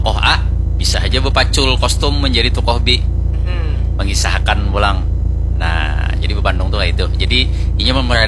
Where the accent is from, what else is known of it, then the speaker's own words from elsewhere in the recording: South Kalimantan, Indonesia; Sebenarnya dalam budaya kita Banjar itu mau berkisah kah, mau mendongeng kah, mau bepandung kah, itu kada lepas daripada komedi.